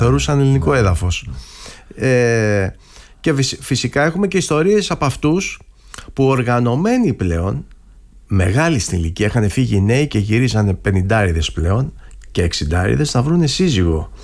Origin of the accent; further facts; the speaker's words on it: Piraeus, Attica, Greece; Εγώ εκεί γεννήθηκα, δεν έχω την ευτυχία να είμαι από επαρχία, οπότε δεν έχω και που να πάω τα καλοκαίρια. Πάω όπου θέλω. Δεν έχω χωριό να το επισκεφτώ. Το χωριό μου, το νησί μου καλύτερα είναι ο Πειραιάς.